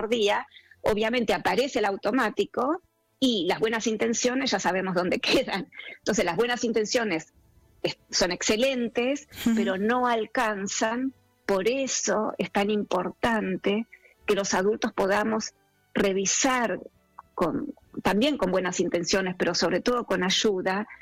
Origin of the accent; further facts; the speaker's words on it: Argentina; yo soy argentina, vivo en Buenos Aires